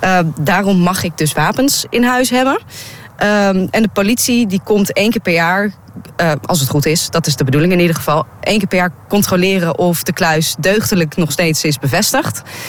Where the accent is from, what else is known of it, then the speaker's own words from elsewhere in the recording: Gelderland, Netherlands; Ja, ik ben opgegroeid op de Veluwe, in de bossen daar, ook midden in de bossen.